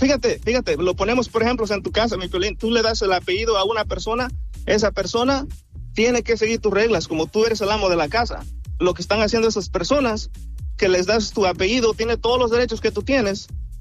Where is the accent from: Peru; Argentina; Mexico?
Mexico; moved away; Soy mexicano, soy ilegal, vine ilegal, ahorita gracias a Dios ya tengo mis papeles